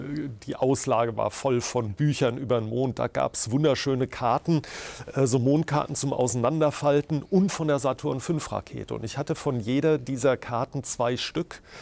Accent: Neu-Isenburg, Hesse, Germany; Ich kann mich sehr gut an ein Buchgeschäft in meiner Heimatstadt Neu-Isenburg erinnern

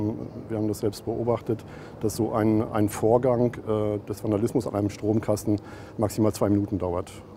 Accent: Wittenburg, Mecklenburg-Vorpommern, Germany; Und Wittenburg ist meine Heimatstadt, ist mein Wohnzimmer. Ich bin hier aufgewachsen.

